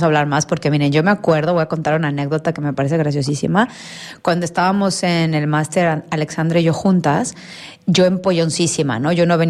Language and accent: Spanish; Mexico; now in Spain; no echo de menos México cuando estoy en España y no echo de menos España cuando estoy en México. Yo cuando estoy en México vivo en México y cuando estoy en España vivo en España